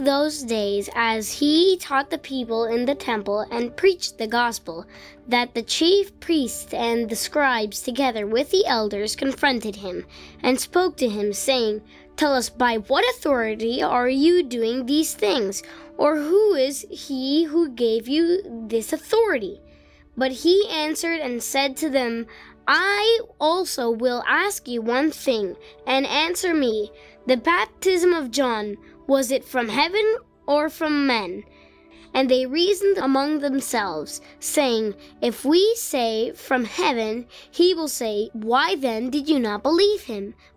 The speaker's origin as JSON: {"language": "English", "region": "Florida", "country": "United States"}